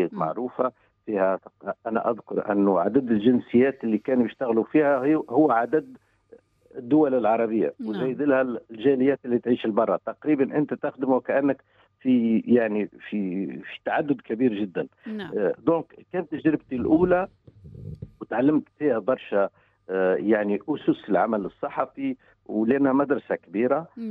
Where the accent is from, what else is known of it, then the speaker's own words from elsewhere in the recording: Tunisia; moved away as an adult; also born or lived in Morocco / United Arab Emirates; now in Germany; لأني أنا تونسي في المغرب ما كنتش نشعر بالغربة